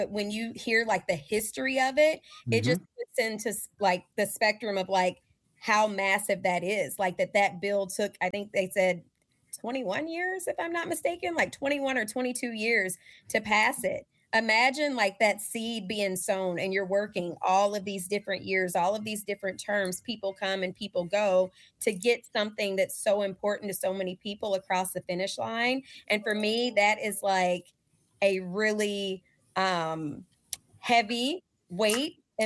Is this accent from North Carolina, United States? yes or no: no; Alabama, United States; moved away as an adult; now in Minnesota, United States; So I actually grew up in Alabama. So I was born in Minnesota, but I actually grew up in Alabama. So everybody laughs at me because I say I'm from Alabama because I have Southern roots.